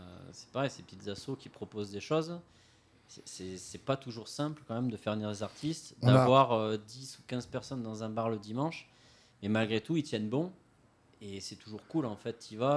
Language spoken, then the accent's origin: French; Lyon, Auvergne-Rhône-Alpes, France; now in Toulouse, France; je suis de Lyon à la base.